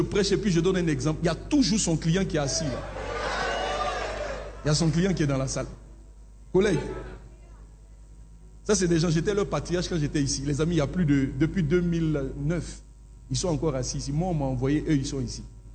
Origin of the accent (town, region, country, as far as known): Abidjan, Côte d’Ivoire; accent: language of Yopougon